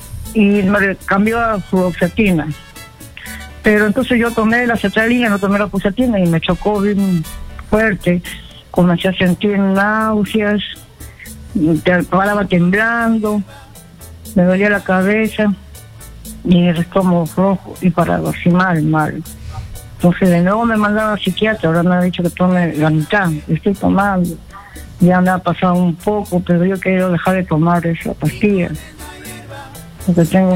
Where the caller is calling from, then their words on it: Lima, Peru; llamo de San Juan de Miraflores.